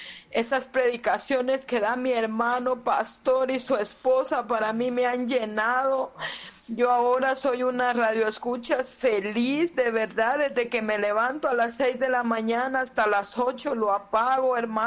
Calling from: San Miguel Petapa, Guatemala Department, Guatemala; Aquí les hablo de San Miguel Petapa.

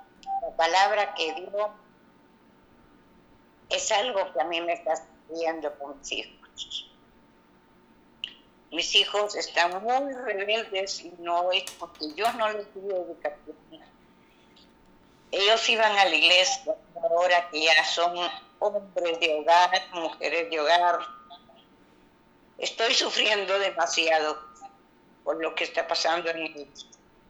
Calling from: Santa Catarina, Nuevo León, Mexico; de Santa Catarina.

